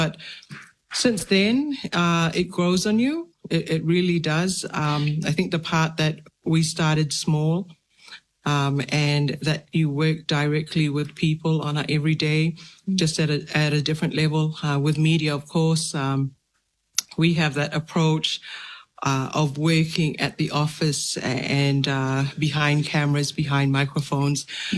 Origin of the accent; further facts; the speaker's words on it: Nuku'alofa, Tongatapu, Tonga; living and growing up in Nukualofa, the main cities, and going out to the outer islands and the rural areas.